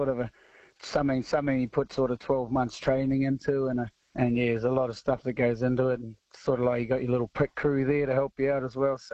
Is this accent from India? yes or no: no; Katanning, Western Australia, Australia; born there; I was born in Katanning in Western Australia, and my family are all from Australia.